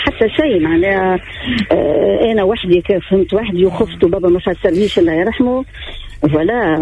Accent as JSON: {"language": "Arabic", "town": "La Goulette", "region": "Tunis Governorate", "country": "Tunisia", "tie": "born or raised there", "moved": "as an adult", "said": "قلت لها انا حلق بادرة وني قريت في المكتبة الابتدائية حلق له تكون مدير."}